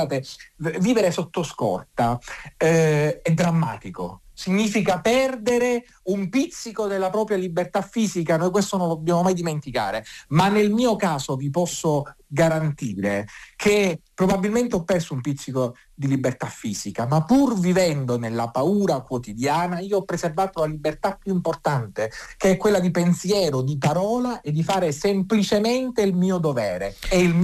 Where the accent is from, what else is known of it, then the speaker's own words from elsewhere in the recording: Sicily, Italy; in una terra martoriata, la Sicilia, che ha vissuto e visto con i propri occhi quei morti ammazzati nelle strade della mia terra